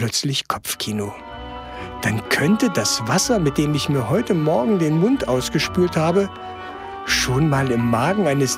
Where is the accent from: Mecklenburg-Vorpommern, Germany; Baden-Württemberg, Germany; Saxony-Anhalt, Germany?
Saxony-Anhalt, Germany; Ich komme aus Sachsen-Anhalt. Da, wo ich wohne, schlägt der Regenschatten des Harzes voll zu.